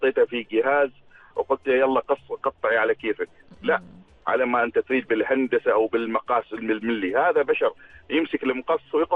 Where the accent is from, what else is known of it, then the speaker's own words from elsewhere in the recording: Oman; نحن يعني كعمانيين